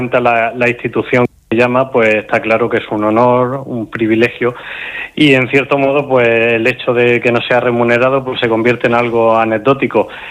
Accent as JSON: {"language": "Spanish", "town": "Murcia", "region": "Region of Murcia", "country": "Spain", "tie": "born there"}